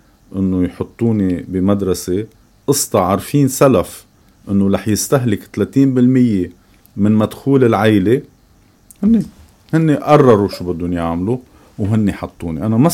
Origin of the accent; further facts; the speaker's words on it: Sidon, South Governorate, Lebanon; أنا خلقت سنة 60 بصيدا،